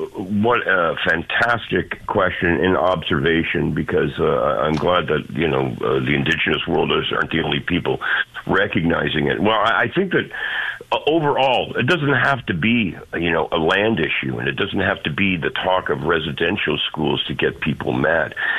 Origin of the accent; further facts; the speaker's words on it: Hamilton, Ontario, Canada; I grew up in Hamilton